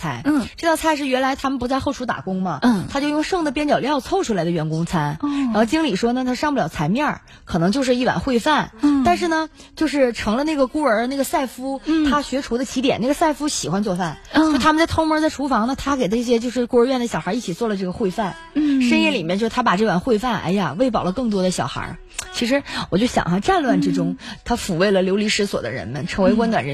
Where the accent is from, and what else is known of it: China